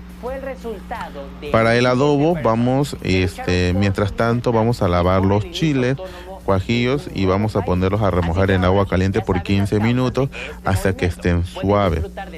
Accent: Mexico

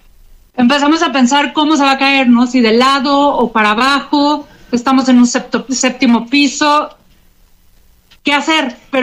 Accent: Mexico City, Mexico

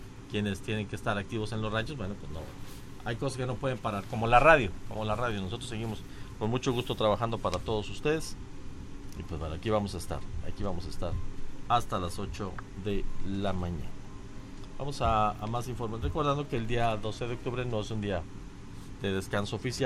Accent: Mexico

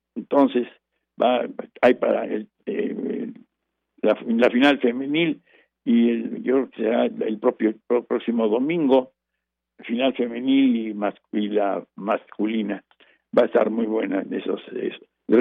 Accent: Mexico

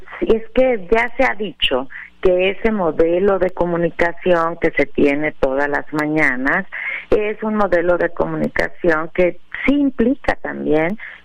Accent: Mexico; como mexicanas y mexicanos

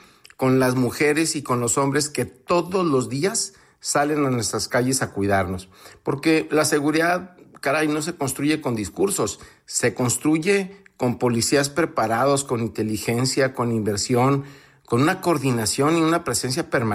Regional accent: La Laguna, Coahuila, Mexico; para quienes somos de La Laguna

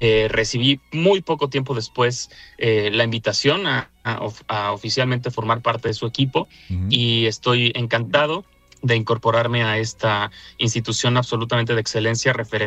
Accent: Guanajuato, Mexico; born there; Yo nací en Guanajuato, la ciudad más bonita de México

